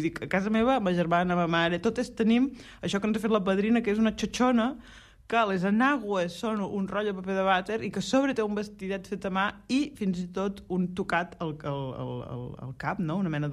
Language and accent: Catalan; Blancafort, Catalonia, Spain; tu ja saps que soc de Blancafort … modista de Blancafortina, poble de 400 habitants del Conca de Barberà